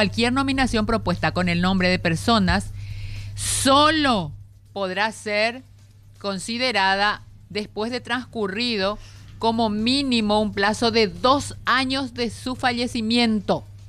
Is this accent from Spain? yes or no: no; Lambaré, Central, Paraguay; yo soy de Lambaré